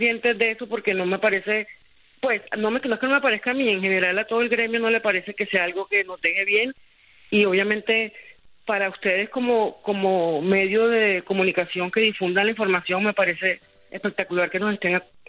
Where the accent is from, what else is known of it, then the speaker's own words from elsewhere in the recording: Caribbean Region, Colombia; Yo no sirvo de nada como costeña, cocinera costeña y reconocida aquí y allá, sin dejar claro que mi herencia y mis conocimientos salen de un territorio